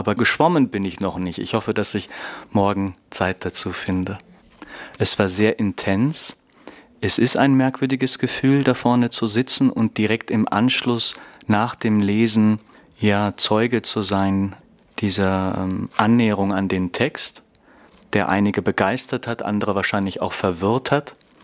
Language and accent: German; Berlin, Germany; ich komme aus Berlin.